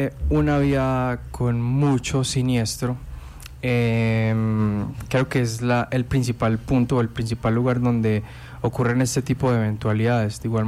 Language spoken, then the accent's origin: Spanish; Guarne, Antioquia, Colombia; los que somos de Guarne